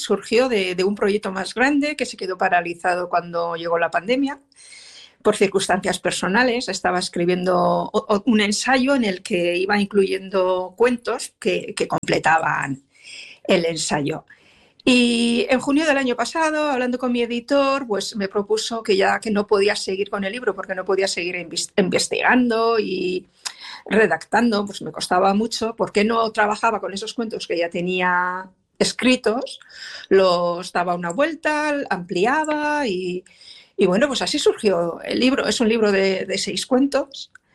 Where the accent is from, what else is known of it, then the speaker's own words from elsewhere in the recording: Urretxu, Basque Country, Spain; en Urretxu, en mi pueblo.